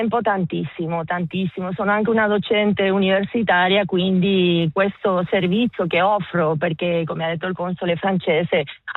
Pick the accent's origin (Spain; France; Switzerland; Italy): Spain; Italian is a second language; moved away; per me come spagnola che abita all'estero